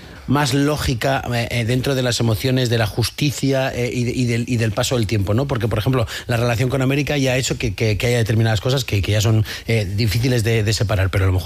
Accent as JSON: {"language": "Spanish", "country": "Philippines", "second_language": "Spanish", "said": "¿qué sabes de mi país? Filipinas."}